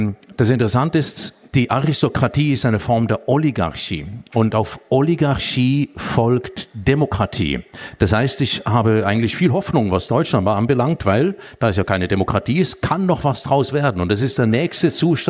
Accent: Bern, Switzerland; also born or lived in India; ich bin gebürtiger Berner

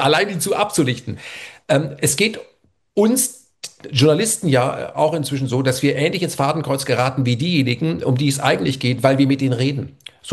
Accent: Germany; ich bin in Deutschland groß geworden

